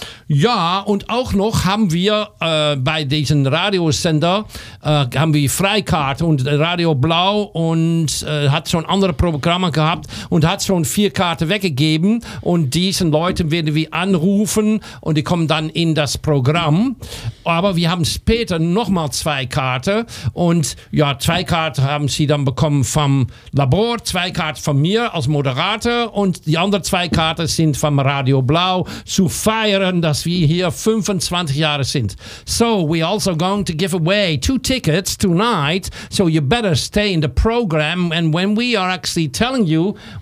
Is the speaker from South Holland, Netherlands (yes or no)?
no; Amsterdam, North Holland, Netherlands; Mein Name ist … Ich komme aus Amsterdam.